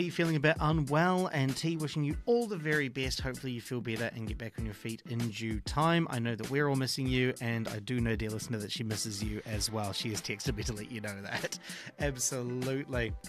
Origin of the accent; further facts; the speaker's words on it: Wellington, New Zealand; also born or lived in Paraparaumu (uncertain); I grew up in Wellington. I grew up in Pornicking.